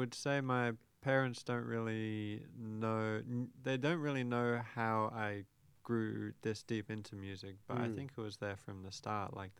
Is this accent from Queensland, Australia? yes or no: yes; Brisbane, Queensland, Australia; moved away as an adult; also born or lived in London / England; now in Taipei, Taiwan; I spent like from 6 to 23 in Brisbane, so I think that's where like my most formative years were. But it's hard to really say where I'm from. So I usually just say I grew up in Brisbane.